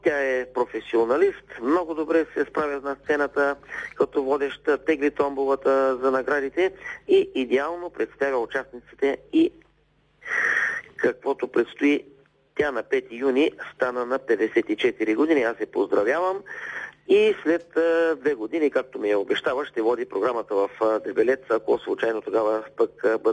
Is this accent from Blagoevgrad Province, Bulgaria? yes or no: no; Veliko Tarnovo, Veliko Tarnovo Province, Bulgaria; Не сме се включвали от празника на родния ми град Велико Търново от 22 март.